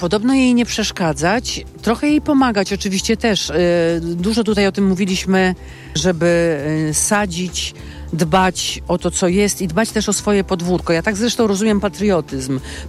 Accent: Podlaskie Voivodeship, Poland; Podlasie jest troszkę z boku, na pograniczu

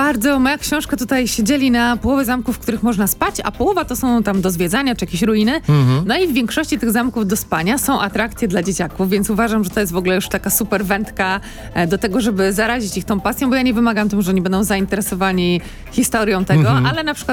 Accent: Gdańsk, Pomeranian Voivodeship, Poland; Jako gdańszczanka

